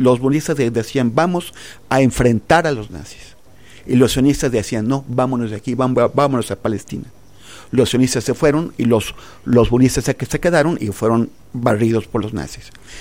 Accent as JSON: {"language": "Spanish", "country": "Mexico", "said": "O sea, nosotros como mexicanos, sí."}